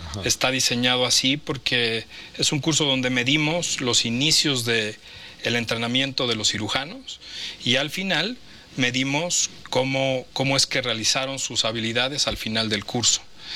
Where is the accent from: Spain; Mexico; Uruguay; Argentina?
Mexico; a mí me llena de orgullo como mexicano.